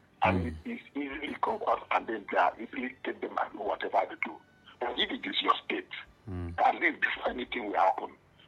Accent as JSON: {"language": "English", "region": "Rivers", "country": "Nigeria", "said": "I'm from River State and I'm doing the election work in my state"}